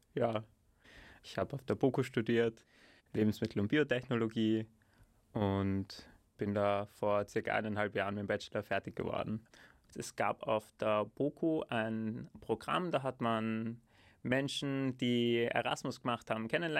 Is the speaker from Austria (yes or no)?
yes; Vienna, Austria; moved away as an adult; now in Lund, Sweden; Ich werde dieses Jahr 26 Jahre alt. Also ich bin in Wien aufgewachsen, in Simmering draußen, an der Grenze zu Schwechat. Also schon eher ruhigere Gegend.